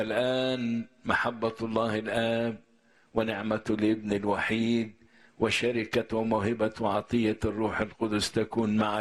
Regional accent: Egypt; بلدنا مصر.

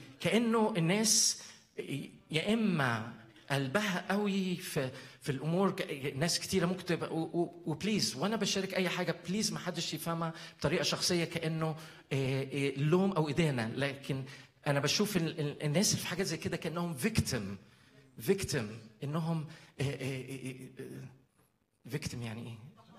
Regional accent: Egypt; moved away as an adult; أنا جاي من مصر كمان فريش

